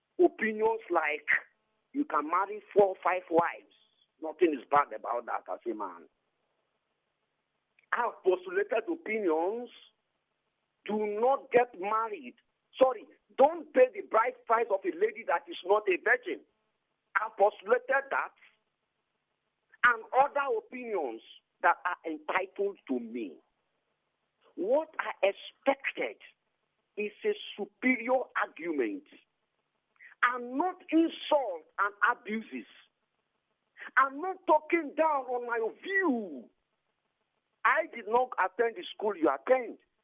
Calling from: Port Harcourt, Rivers, Nigeria; I'm calling you from Port Harcourt.

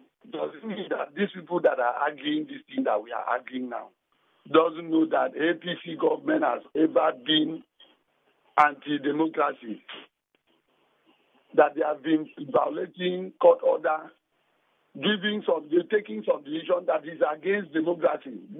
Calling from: Rivers, Nigeria; calling from Rumu Krosi.

